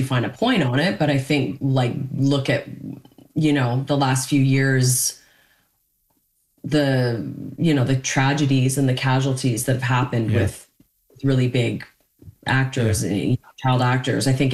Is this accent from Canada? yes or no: yes; Canada